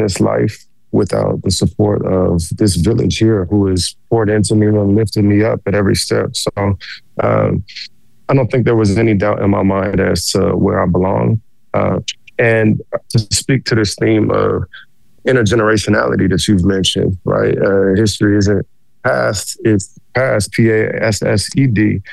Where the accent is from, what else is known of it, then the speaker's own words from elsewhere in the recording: Portland, Oregon, United States; I'm born and raised in the Northeast Portland. I grew up right off Martin Luther King Jr. Boulevard and Alberta, in the heart of what was a not just historically Black neighborhood